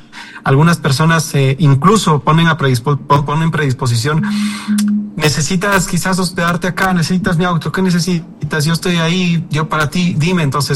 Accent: Ecuador

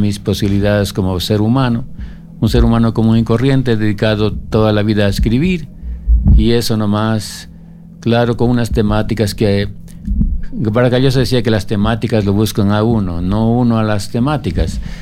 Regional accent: Spain; moved away as an adult; Vine yo de España recién graduado y recién casado

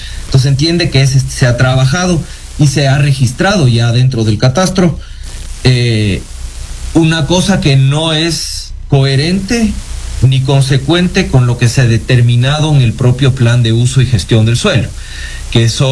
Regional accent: Quito, Pichincha, Ecuador; como ciudadanos, como quiteños

